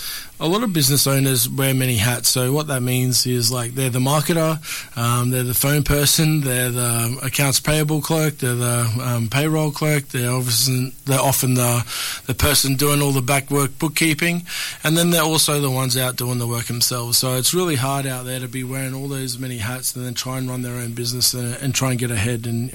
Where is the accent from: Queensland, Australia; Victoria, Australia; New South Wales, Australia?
Queensland, Australia; moved away as an adult; now in George Town, Australia; I'm originally from Queensland. Came down a couple of years ago, about 5 years ago, down here to Tasmania